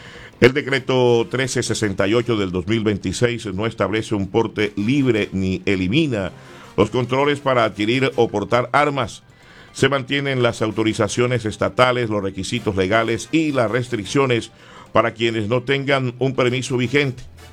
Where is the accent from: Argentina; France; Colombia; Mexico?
Colombia; se fracciona la hora en dos en mi país, Colombia.